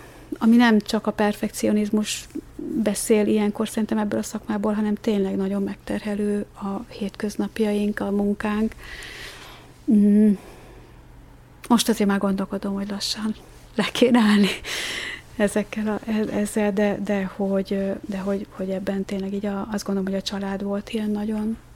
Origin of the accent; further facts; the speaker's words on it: Tolna, Hungary; én katolikusként lettem megkeresztelve. Ez egy olyan Tolna megyei részről származom, ahol a svábok katolikusok voltak